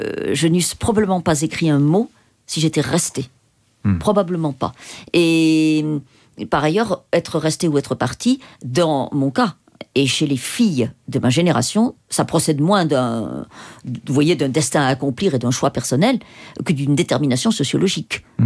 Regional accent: Auvergne-Rhône-Alpes, France; born or raised there

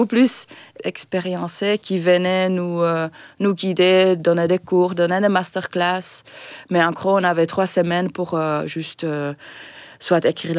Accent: Finland; accent: du Nord; French is a second language; moved away as an adult; now in Brussels, Belgium; je reste très connectée avec mon pays. Je suis très fière d'être de la Finlande

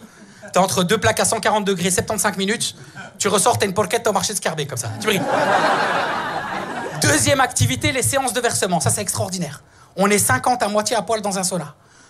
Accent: Italy; Moi, je croyais en cette belle phrase, tu vois, je suis italien, hyper romantique, l'amour n'a pas de prix

